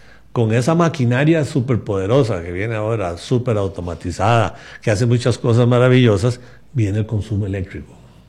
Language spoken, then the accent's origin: Spanish; Costa Rica; ¿En qué estamos nosotros los costarricenses?